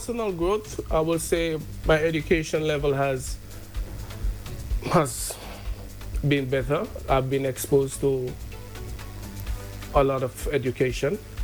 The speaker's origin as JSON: {"language": "English", "town": "Windsor Forest", "region": "Saint David", "country": "Grenada", "tie": "born or raised there", "moved": "as an adult", "lives_now": "Ireland", "said": "growing up in Windsor Forest, you know, has shaped me to the person that I am today."}